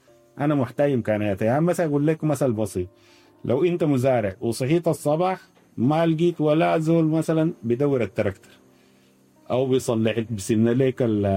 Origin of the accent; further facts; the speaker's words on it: Sudan; إحنا كسودانيين